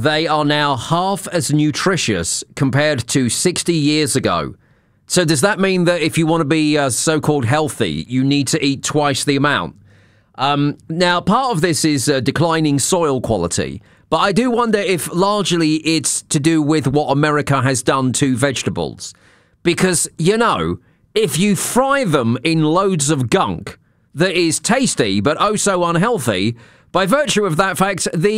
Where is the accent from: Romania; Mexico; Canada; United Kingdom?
United Kingdom; England; now in United States; when I was growing up in England